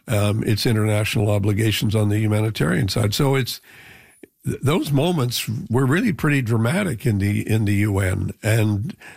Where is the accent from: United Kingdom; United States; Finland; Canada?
Canada; There were ways in which as a Canadian diplomat, you could talk and say